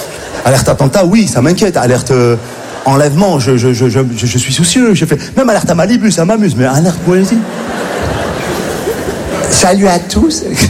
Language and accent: French; Morocco